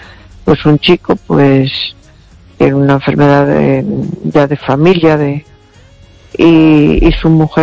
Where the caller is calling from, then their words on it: A Coruña, Galicia, Spain; de Coruña.